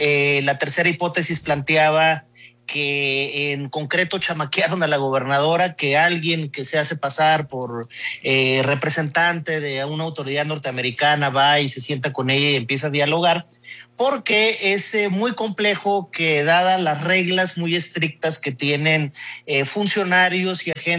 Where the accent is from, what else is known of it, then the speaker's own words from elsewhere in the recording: Baja California, Mexico; Yo estoy muy apenado verdaderamente por todo lo que está pasando en mi tierra.